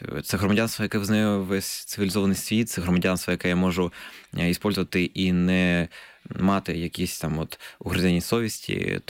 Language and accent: Ukrainian; Zaporizhzhia, Zaporizhzhia Oblast, Ukraine; born there; moved away; я народився в Запоріжжі